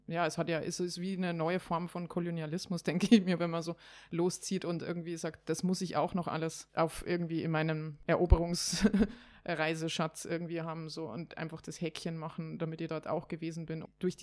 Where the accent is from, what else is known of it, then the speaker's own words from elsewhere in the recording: Germany; born there; weil ich als Deutschgeborene hier in dem Sinn nicht das Gefühl einer Community mit jemand anderem